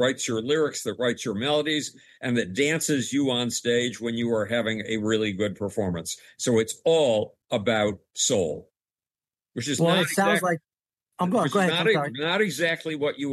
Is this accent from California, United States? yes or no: no; Buffalo, New York, United States; moved away; Buffalo, New York, which is ironically my hometown